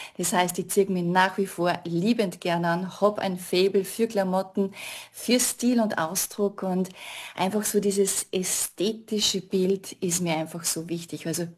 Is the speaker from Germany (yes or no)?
no; Lower Austria, Austria; moved away as an adult; also born or lived in Vienna; now in Salzburg, Austria; Ich lebe seit 26 Jahren in Salzburg, komme ursprünglich aus dem Mostviertel, also aus Niederösterreich, habe vor 26 Jahren die Wahlheimat Salzburg entdeckt und bin tatsächlich geblieben.